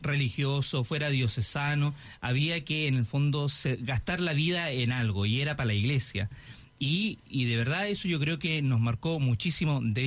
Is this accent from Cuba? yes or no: no; Valparaíso, Chile; yo soy originario de Valparaíso. En el fondo, el Gran Valparaíso tiene como varias partes, y claro, en el fondo yo nací en el fondo en el sector, o me crié más que nada, porque en el sector de Placilla, Curauma, de ahí soy